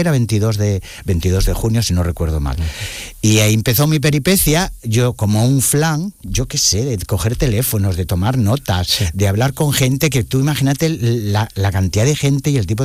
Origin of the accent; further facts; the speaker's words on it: Jaén, Andalusia, Spain; born there; Mira, mi familia es de Jaén. Yo soy de... Yo nací en Jaén.